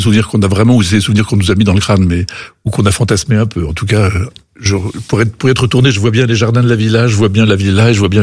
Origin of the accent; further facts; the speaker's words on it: Paris, Île-de-France, France; also born or lived in Rome, Italy; Oui, j'ai grandi à Paris.